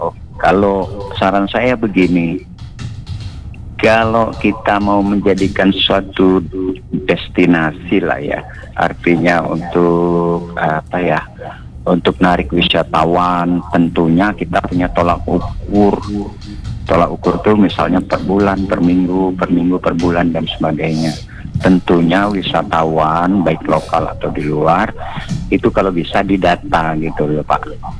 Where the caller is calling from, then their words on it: Pangkal Pinang, Bangka Belitung Islands, Indonesia; saya orang Pangkal Pinang, jalan alamat saya juga jalan Semujur dulu ya